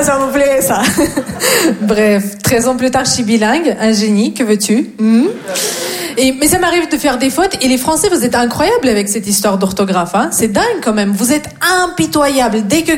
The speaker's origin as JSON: {"language": "French", "country": "Russia", "second_language": "French", "moved": "yes", "lives_now": "France", "said": "Non, je viens de Russie."}